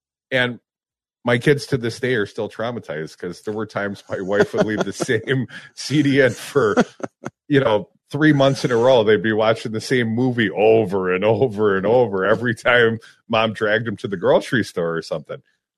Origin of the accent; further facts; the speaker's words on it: Madison, Wisconsin, United States; a broke kid growing up in Madison, Wisconsin.